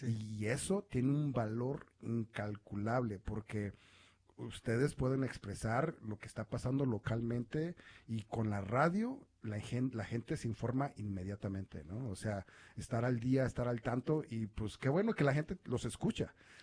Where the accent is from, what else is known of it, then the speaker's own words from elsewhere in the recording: Mexico; esa expresión original es algo que nos identificamos nosotros como mexicanos, latinos, que hablamos español.